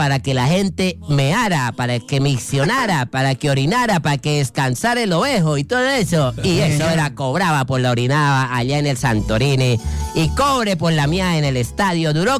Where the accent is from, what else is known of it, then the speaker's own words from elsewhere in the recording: Santander, Colombia; Venimos los santandereanos directamente de Bucaramanga, mano, desde Piedecuesta. Directamente de Floridablanca